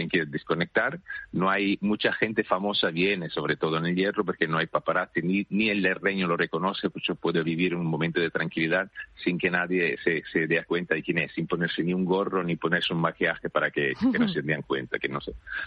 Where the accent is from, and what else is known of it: Italy; Spanish is a second language